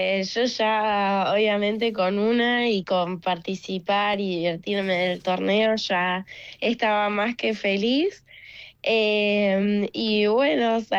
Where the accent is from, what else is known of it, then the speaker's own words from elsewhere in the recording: San Martín, Buenos Aires Province, Argentina; Yo soy de Buenos Aires, de San Martín.